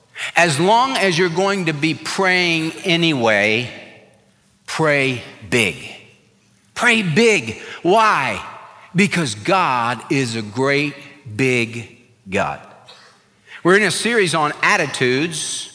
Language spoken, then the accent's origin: English; California, United States; When I was a little kid, we had a pool in my backyard growing up in California.